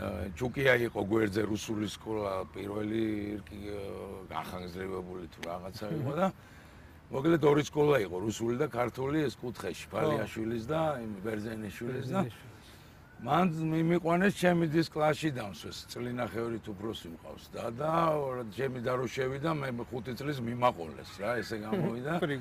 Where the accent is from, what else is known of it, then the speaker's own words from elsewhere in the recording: Tbilisi, Georgia; გავიზარდე მოსაშვილის ქუჩა ვაგის პარკთან.